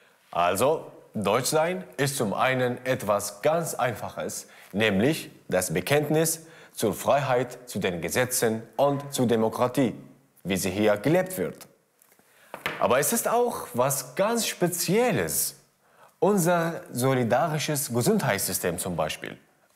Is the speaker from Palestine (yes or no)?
no; Syria; now in Germany; ich komme aus Syrien